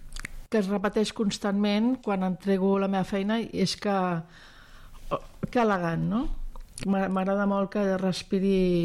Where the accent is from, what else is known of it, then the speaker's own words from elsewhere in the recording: Barcelona, Catalonia, Spain; born there; first language French; Catalan is a second language; vaig néixer en un pis a Barcelona que tot eren llibres, i bueno, la cultura, la lectura, sobretot, ha format part de la meva infantesa i la meva joventut.